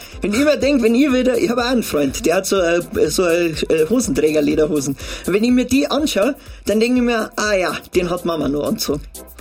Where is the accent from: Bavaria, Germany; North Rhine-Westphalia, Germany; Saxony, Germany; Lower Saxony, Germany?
Bavaria, Germany; Munich; Hier, aus Minga.